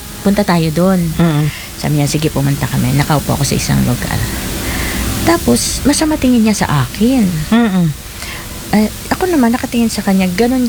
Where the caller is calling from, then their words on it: Bicol Region, Philippines; Sa Bicol po kasi, yung sa province namin